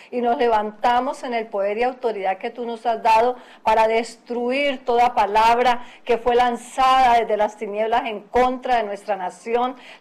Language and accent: Spanish; Colombia; Gracias por nuestra amada Colombia